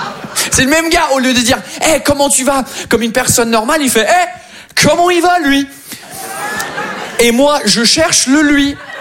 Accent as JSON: {"language": "French", "region": "England", "country": "United Kingdom", "second_language": "French", "moved": "as an adult", "lives_now": "France", "said": "je suis anglais. Est-ce que par hasard, il y a des anglais dans la salle ce soir avec moi?"}